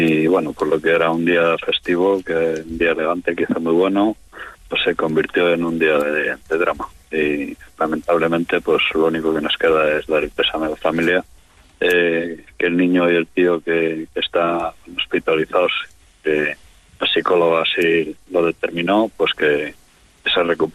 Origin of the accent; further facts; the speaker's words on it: Venta de Baños, Castile and León, Spain; born there; Yo, mira, soy nacido aquí en Venta de Baños, sí. Lo conozco todo eso